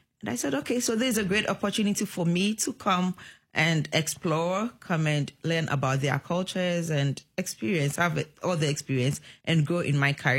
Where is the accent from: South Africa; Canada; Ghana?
Ghana; moved away as an adult; now in Decatur, United States; So I was born and bred in Ghana, and I've been a teacher in Ghana for over 12 years.